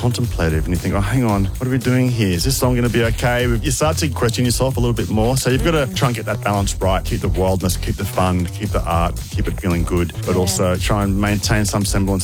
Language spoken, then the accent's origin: English; Sydney, New South Wales, Australia; They're from Melbourne and we're from Sydney, and we became friends because we started doing shows together way back then.